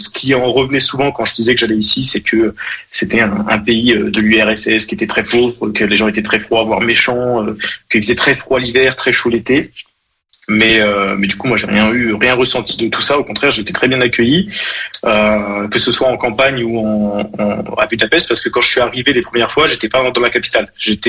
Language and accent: French; France; moved away; Je suis parti de France pour un tas de raisons, mais je voulais pas partir dans un pays qui était où je me sentais complètement dépaysé.